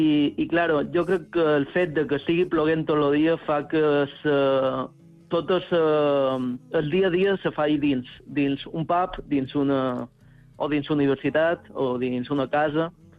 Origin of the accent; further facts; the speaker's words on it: Marratxí, Balearic Islands, Spain; now in Limerick, Ireland; Jo som de Marratxí.